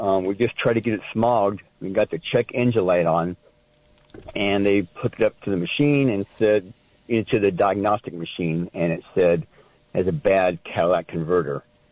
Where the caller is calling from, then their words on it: Salinas, California, United States; I'm calling from Salinas